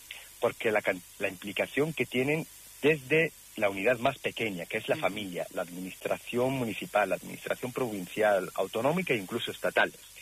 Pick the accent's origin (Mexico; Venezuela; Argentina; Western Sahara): Western Sahara; Spanish is a second language; Y nosotros como saharaui